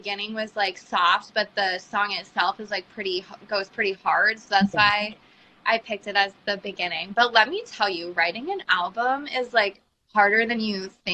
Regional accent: Massachusetts, United States; because I'm from Massachusetts and my band is from New Hampshire.

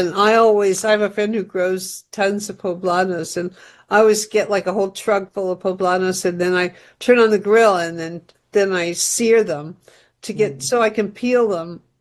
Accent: Kern County, California, United States; moved away; I grew up in Kern County and we grew potatoes.

